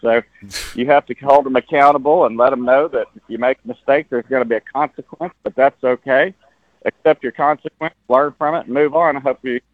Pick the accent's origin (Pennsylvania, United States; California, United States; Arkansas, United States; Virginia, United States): Arkansas, United States; Little Rock; I grew up in Little Rock going to private schools.